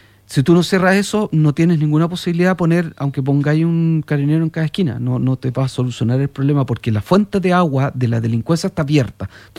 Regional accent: Chile; hemos hecho esta región chilena y la hemos educado y criado como chilena

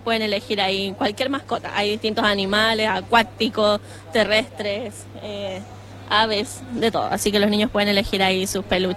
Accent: Iquique, Tarapacá, Chile

